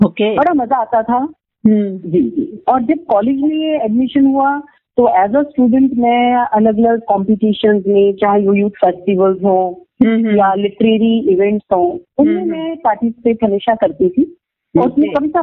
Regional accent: Panipat, Haryana, India; born there; also born or lived in Chandigarh; मेरा जन्म आरती जी चंडीगढ़ में हुआ। मेरे पेरेंट्स पंजाब से सरोकार रखते थे और फादर अपनी नौकरी के चलते हरियाणा में रहे। तो मेरी सारी शिक्षा हरियाणा से ही है जी, स्कूल है, कॉलेज है, ये पानीपत में हुआ

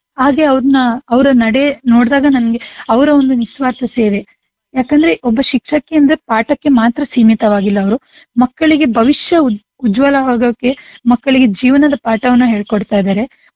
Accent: Karnataka, India; born or raised there; moved away as an adult; now in Bengaluru, India

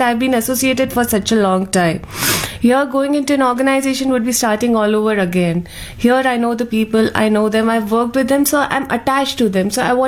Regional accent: Ahmedabad, Gujarat, India; Actually, I'm from Ahmedabad, and this institute has been established in 1995 by Anandiben Patel out there.

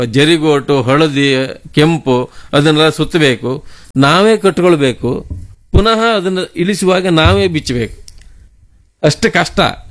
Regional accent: Karnataka, India; ಗೆಂಡದ ಹೈಗುಳಿ, ಅಲ್ಲಿ ನಮ್ಮ ಮನೆ ಹತ್ತಿರ ಅದು

